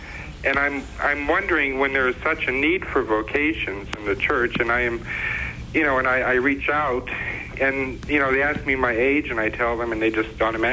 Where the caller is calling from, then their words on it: Pennsylvania, United States; I'm from Pennsylvania, and I'm thrilled to death I finally got through to you.